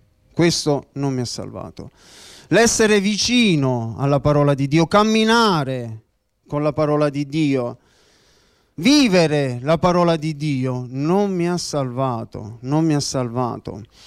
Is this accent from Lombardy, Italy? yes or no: no; Monte San Giacomo, Campania, Italy; born there; sono nato a Monte San Giacomo e sono nato in una famiglia di cristiani evangelici.